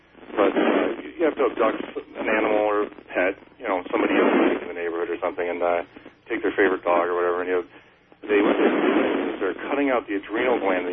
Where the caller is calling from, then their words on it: Big Rapids, Michigan, United States; Long-time listener, first-time caller from Big Rapids, Michigan.